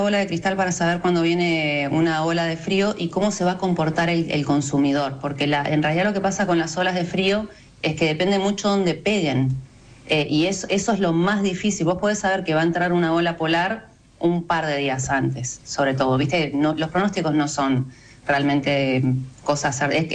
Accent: Argentina; somos argentinos

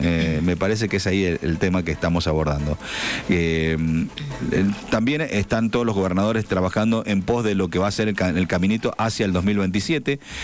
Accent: Argentina

